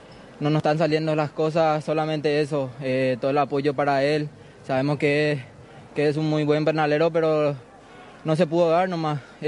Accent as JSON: {"language": "Spanish", "town": "Caacupé", "region": "Cordillera", "country": "Paraguay", "said": "Sí, sí, Cacupé."}